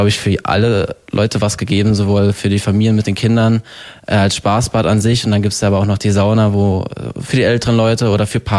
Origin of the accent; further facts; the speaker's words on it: Brandenburg, Germany; ich bin 22, bin jetzt dann dementsprechend seit 22 Jahren hier im Spreewald